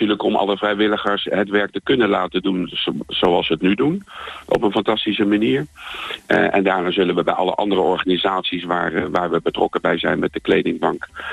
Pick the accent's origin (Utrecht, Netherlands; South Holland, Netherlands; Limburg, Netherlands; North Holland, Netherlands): South Holland, Netherlands; The Hague; born there; now in Alphen aan de Rijn, Netherlands; is 59 jaar, geboren in Den Haag. Naar het mooie Alphen aan de Rijn gekomen omdat ik de winkel gestart